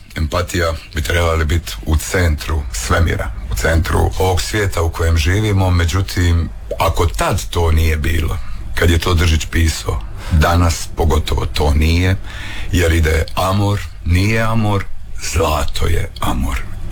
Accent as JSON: {"language": "Croatian", "town": "Dubrovnik", "region": "Dubrovnik-Neretva County", "country": "Croatia", "said": "dolazim u svoj grad odigrati jednu emblematsku ulogu"}